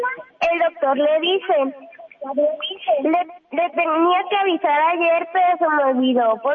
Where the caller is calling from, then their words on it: Monterrey, Nuevo León, Mexico; Desde Monterrey, Nuevo León